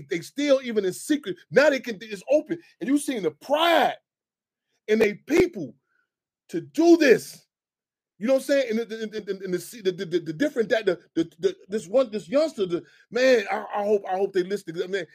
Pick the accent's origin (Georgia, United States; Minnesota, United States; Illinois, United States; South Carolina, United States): Illinois, United States; Chicago; I'm so glad growing up in Chicago. I'm so glad I grew up in this city of structure.